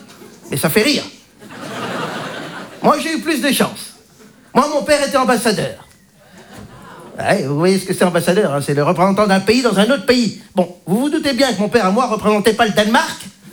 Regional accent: Belgium; also born or lived in Democratic Republic of the Congo; Donc, je suis belge. Hein, je représente donc la Belgique ce soir.

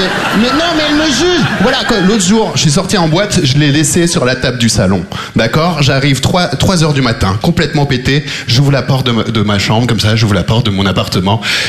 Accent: Belgium; born or raised there

